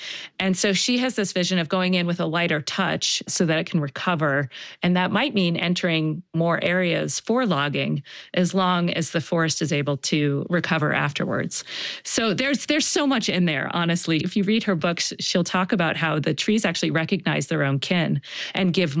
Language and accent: English; Baltimore, Maryland, United States